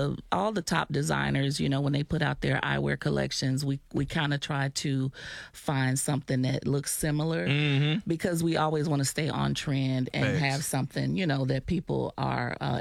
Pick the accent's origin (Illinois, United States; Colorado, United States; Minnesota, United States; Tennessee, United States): Illinois, United States; Chicago; you know, I'm from Chicago.